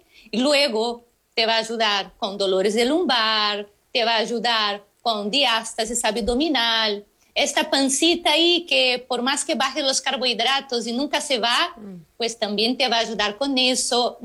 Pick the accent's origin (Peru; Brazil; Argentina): Brazil; Spanish is a second language; now in Mexico; Así que para una brasileña amar la tortilla, eso es porque sí, ya soy mexicana.